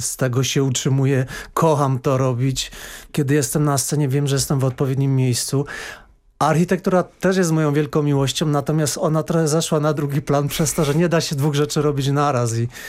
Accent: Lesser Poland, Poland; accent: góral (highlander); ja jestem góralem, że tam wyrosłem, że tam się wychowałem, że jestem przesiąknięty i gwarą, i tradycją, i góralską muzyką

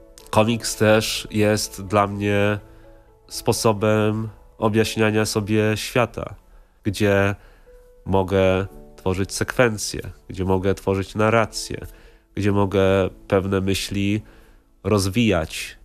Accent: Australia; first language English; Polish is a second language; Potem dopiero angielski, no bo ze względu na to, że się wychowałem w Australii, no to myślę po angielsku.

